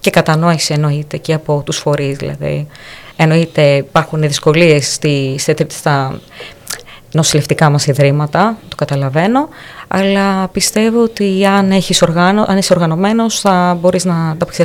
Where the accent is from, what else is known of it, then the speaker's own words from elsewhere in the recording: Greece; να συνεχίσω στον τόπο μου